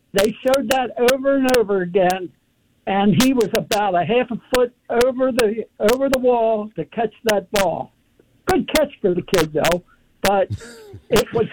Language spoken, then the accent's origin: English; Baltimore, Maryland, United States; Hey, I'm from Baltimore, so I'm an Oriole fan.